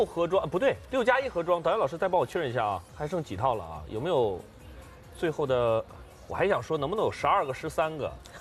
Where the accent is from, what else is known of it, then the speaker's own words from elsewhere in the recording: China; 这两个菌，不管你国外的一些公司怎么用，可能不见得适合于我们中国人。